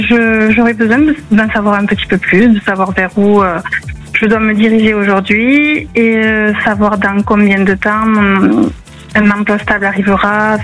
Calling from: Occitanie, France; Je suis de l'Aude.

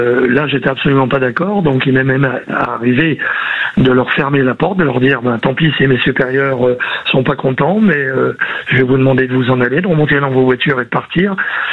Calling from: Cherbourg, Normandy, France; Je vous appelle de Cherbourg

